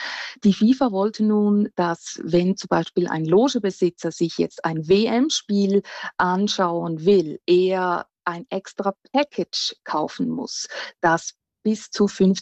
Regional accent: Switzerland; now in Mexico; Also wie bei uns in der Schweiz im Zivilrecht ist es auch hier in Mexiko so.

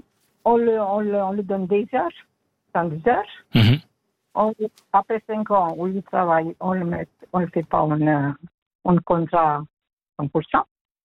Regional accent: Italy; French is a second language; now in Switzerland

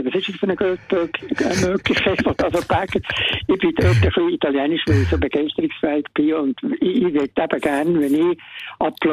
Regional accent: Bern, Switzerland; Ich bin Berner, bei der Oli.

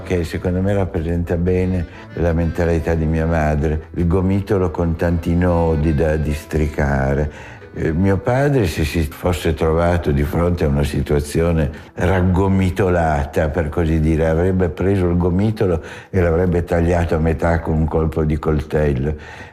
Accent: Turin, Piedmont, Italy; also born or lived in San Germano Chisone; io sono nato lì ma non sono cresciuto lì. Io sono cresciuto a Torino.

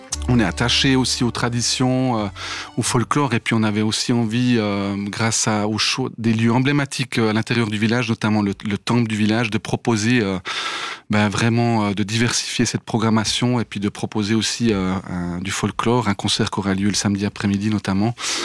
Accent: La Chaux-du-Milieu, Neuchâtel, Switzerland; Oui, je suis un habitant du village, je suis né à la Chaux-du-Milieu, et puis c'est vrai que dès l'enfance, j'ai été bercé vraiment par l'ambiance du Korbach Festival

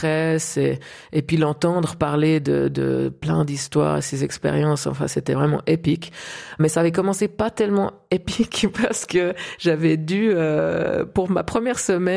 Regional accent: Switzerland; Avec ce lien qu'on entretient avec la montagne en tant que Suisse.

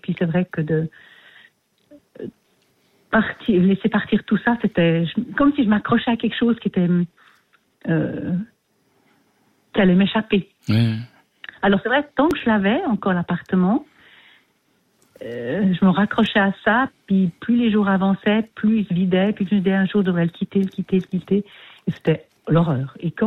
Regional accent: Geneva, Switzerland; born there; Je suis née à Genève et tout, voilà.

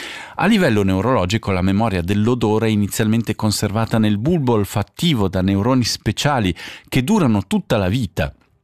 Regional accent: Ticino, Switzerland

